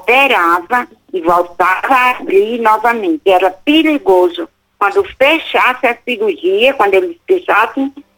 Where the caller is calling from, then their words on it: Crato, Ceará, Brazil